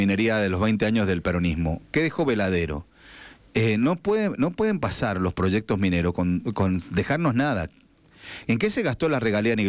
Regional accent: Argentina; A nosotros nos ha costado a los argentinos entender qué es planificar.

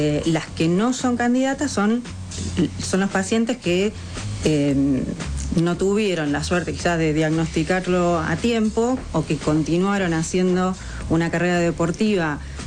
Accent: Argentina; Yo soy fundamentalista argentina

